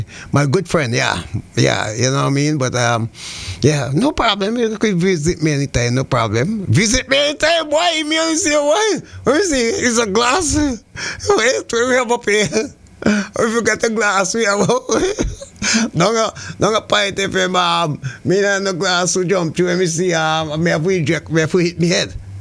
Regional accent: St. Vincent & Grenadines; moved away; in St. Vincent, in my hometown

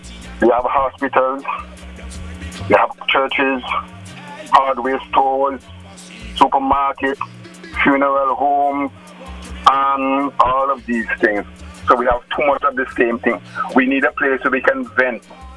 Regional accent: Antigua & Barbuda; My problem is, I'm from Antigua. I've been around for 66 years in Antigua. I live here, born here.

